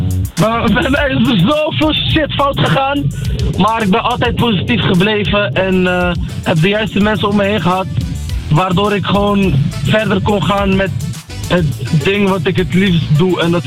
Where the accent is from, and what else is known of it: Berkane, Oriental, Morocco